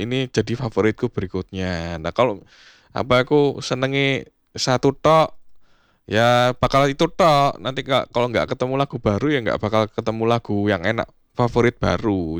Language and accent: Indonesian; Surabaya, East Java, Indonesia; Saya Wiyung.